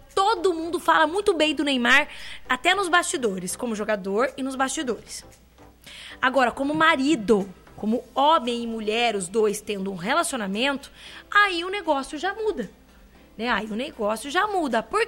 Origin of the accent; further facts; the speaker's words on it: Brazil; eu sendo brasileira